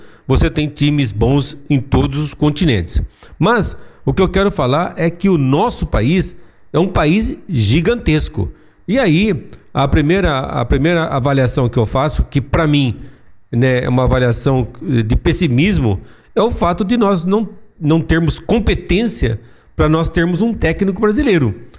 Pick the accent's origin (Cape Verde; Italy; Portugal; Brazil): Brazil